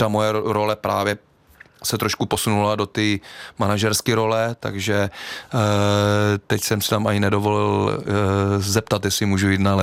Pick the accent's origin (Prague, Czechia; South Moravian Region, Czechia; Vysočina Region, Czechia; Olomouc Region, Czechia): Vysočina Region, Czechia; Třebíč; já jsem byl na Kladně, já pocházím z Třebíče